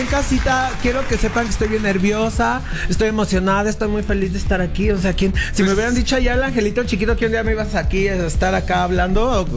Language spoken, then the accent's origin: Spanish; Ecatepec, State of Mexico, Mexico; Soy de Catepec.